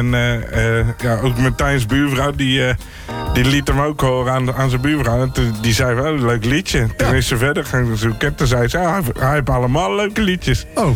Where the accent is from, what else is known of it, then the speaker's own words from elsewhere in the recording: Utrecht, Netherlands; now in Houten, Netherlands; Ik ben een Utrechter, maar, als je in Houten woont, dan ben je een Houtenaar.